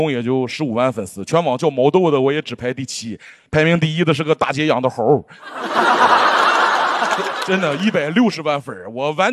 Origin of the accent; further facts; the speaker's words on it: Northeast China, China; 我是东北人啊，我们祖籍是山东的，当年我爷爷他爸就从山东一路探店探到东北去的。